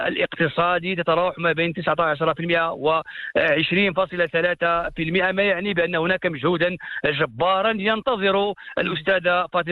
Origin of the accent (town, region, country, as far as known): Morocco